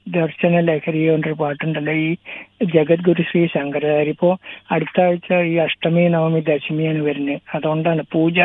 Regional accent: Valanchery, Kerala, India; ഇത് മലപ്പുറം ജില്ലയാണ്, വളാഞ്ചേരി.

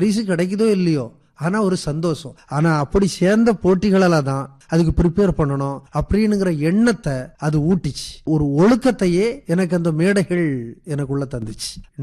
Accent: Tamil Nadu, India; அதுதான் எங்க ஊர், எங்க அம்மா பிறந்த ஊர், நான் பிறந்த ஊரும் அந்த ஊர் தான் என்ன தாலாட்டி வளர்த்துச்சுன்னு சொல்லணும். அந்த மண்ணு வந்து ரொம்ப சிறந்த மண்ணு, தேரின்ங்கிறது பாலை நிலம் தான்

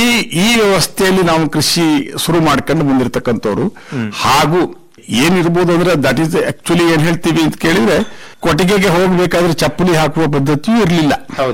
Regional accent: Ikkeri, Karnataka, India; ಮೂಲತಃ ನಾನು ಹೇಳಬೇಕು ಅಂತಂದ್ರೆ, ಸಾಗರ ತಾಲೂಕಿನ ಇಕ್ಕೇರಿ ಊರು ನಾನು. ನಾವು ಕೃಷಿ ಕುಟುಂಬನೇ.

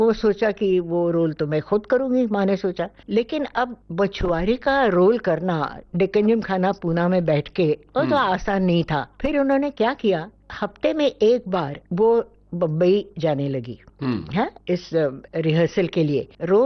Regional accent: Pune, Maharashtra, India; also born or lived in Lucknow; हाँ पुणे आ गई, और नाना के पास, मतलब अपने पिता के पास, मेरे नाना अप्पा हम कहते थे। और तब से मैं उनकी छत्र छाया में पली बड़ी

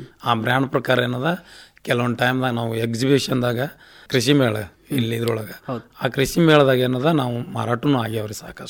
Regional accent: Vijayapura, Karnataka, India

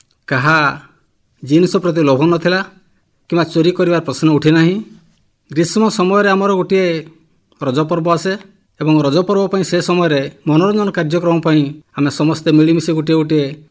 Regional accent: Sahadapur, Odisha, India; born there; ମୋର ଜନ୍ମ ସାହାଡ଼ପୁର ଗ୍ରାମରେ।

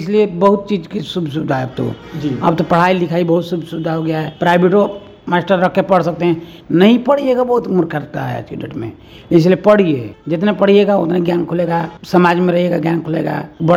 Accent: Dhauda Dhankada, Bihar, India; नहीं, मेरा गांव ढौड़ा धंकाड़ा है तो जैसे अब मतलब नहीं रहता, मेरे पापा 6 भाई थे तो सब बेच बाच दिए

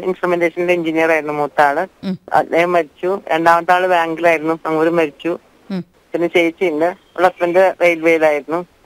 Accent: Shoranur, Kerala, India; ഞാൻ ഷൊർണൂരാണ് ജനിച്ചത്. പരുത്തിപ്ര എന്ന് പറഞ്ഞിട്ടൊരു ബന്ധപ്പെട്ട തീരത്തുള്ള ഒരു വീട്ടില്.

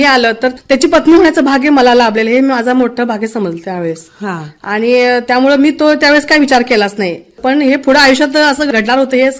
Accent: Sangalewadi, Maharashtra, India; सांगलेवाडी म्हणून गाव जवळच आहे तिथून, कापशीपासून. हा, तिथेच मी लहानाची मोठी झाले.

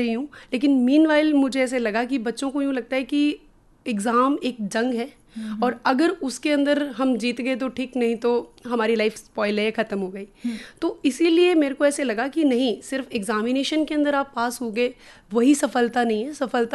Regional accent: Rajasthan, India; first language Rajasthani; Hindi is a second language; हमारी मातृभाषा है और इसको बोलते हुए हमें बड़ा ही प्राउड फील होता है

